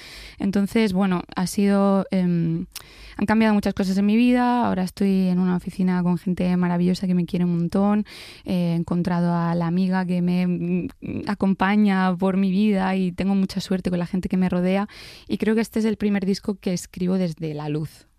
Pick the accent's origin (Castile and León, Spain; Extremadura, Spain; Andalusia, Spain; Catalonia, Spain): Andalusia, Spain; Granada; moved away; De hecho, yo me fui de Granada por una ruptura amorosa y el duelo que yo pasé no fue por la ruptura, fue por la ruptura con irme de Granada.